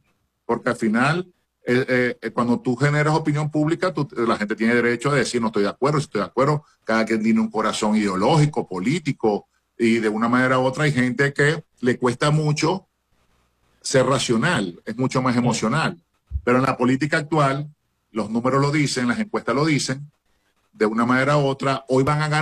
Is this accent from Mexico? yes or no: no; Venezuela; Trump no está pendiente de la mejor calidad de vida tuya y mía como venezolano.